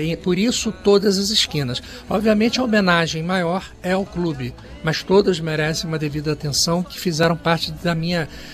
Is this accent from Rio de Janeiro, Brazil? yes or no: yes; Rio de Janeiro, Brazil; se eu não fosse carioca, acho que eu seria mineiro ou uruguaio, que eu também tenho muita afinidade. Porém, eu sou carioca.